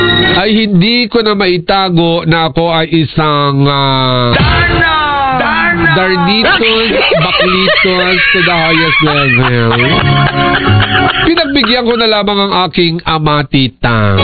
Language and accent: Tagalog; Muntinlupa, Metro Manila, Philippines; taga-Muntinlupa po ako.